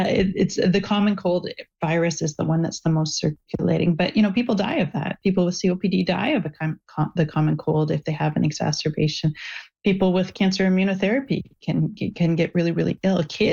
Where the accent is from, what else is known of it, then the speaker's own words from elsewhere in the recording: Hamilton, Ontario, Canada; When I grew up right near Mohawk College.